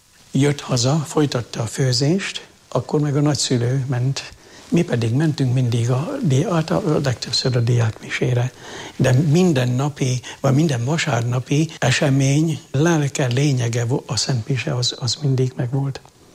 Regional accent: Jászárokszállás, Jász-Nagykun-Szolnok, Hungary; moved away; én tanyán nőttem föl. 18 éves koromig a jászság, jászárok szállás tanya világa.

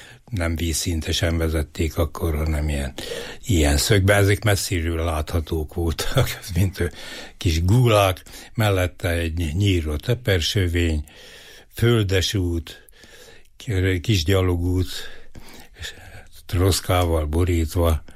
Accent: Lajosváros, Heves, Hungary; Én vagyok az első, aki Lajosvárosban született. Tehát valóban innen nőttem fel, mint bokornak ága, ahogy mondja Radnóti. És hát minden emlékem ehhez köt.

